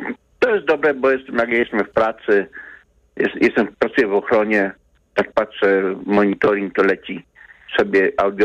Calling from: Łódź, Łódź Voivodeship, Poland

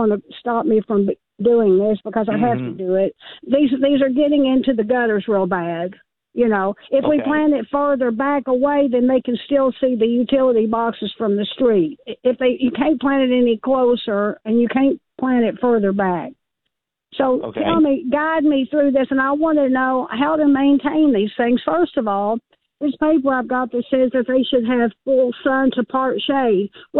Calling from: Mount Sterling, Kentucky, United States; I'm calling from Mount Sterling, Kentucky

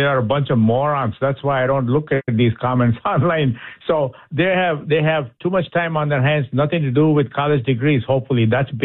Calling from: Minnesota, United States

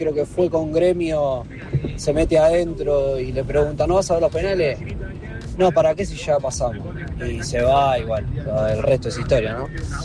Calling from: Lomas del Mirador, Buenos Aires Province, Argentina; de Loma de Mirador.

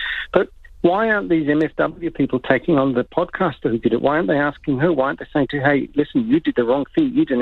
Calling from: Israel; I am calling you from Israel, correct.

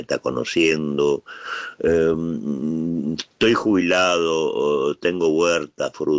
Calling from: Virrey del Pino, Buenos Aires Province, Argentina; de Virrey del Pino, González Catán.

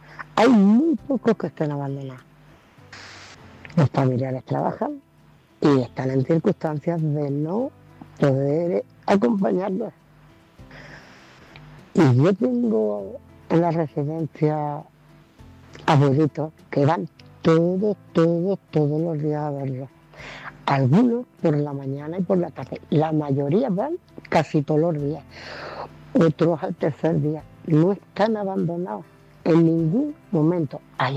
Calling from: Ciudad Real, Castilla-La Mancha, Spain; de Ciudad Real.

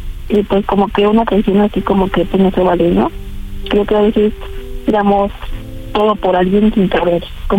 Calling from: Magdalena Contreras, Mexico City, Mexico; 31 años y soy de Magdalena Contreras

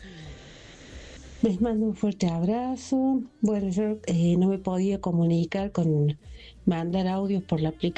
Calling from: Argentina; de Jardín

